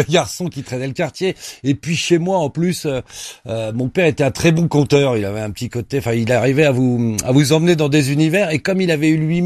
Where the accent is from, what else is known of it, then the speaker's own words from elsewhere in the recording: Pantin, Île-de-France, France; Ouais, j'ai grandi à Pantin.